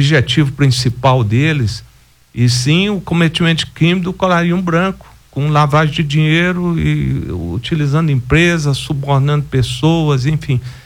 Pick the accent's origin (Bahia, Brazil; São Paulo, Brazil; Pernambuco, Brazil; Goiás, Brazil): Goiás, Brazil; eu sou goiano